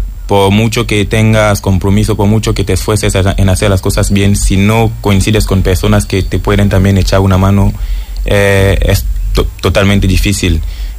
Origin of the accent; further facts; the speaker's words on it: Cameroon; Spanish is a second language; moved away as an adult; now in Huelva, Spain; nazco en Camerún en 2000 y estudio ahí hasta conseguir el grado, lo que en mi país se dice licenciatura, en filología hispánica.